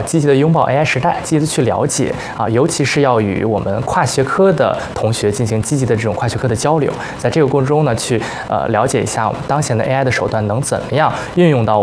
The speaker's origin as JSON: {"language": "Chinese", "town": "Yantai", "region": "Shandong", "country": "China", "said": "比如说我是山东烟台人我回到我自己家乡做方言调查的时候之前因为从小也是说普通话，所以知道普通话的声调是有四个声调对吧，但是做完烟台的这种方言调查，我发现我自己家乡是三个声调。"}